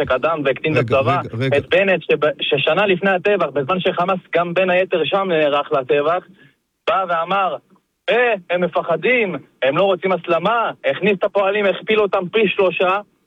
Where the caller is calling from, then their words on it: Rishon LeZion, Central District, Israel; אני מראשון לציון.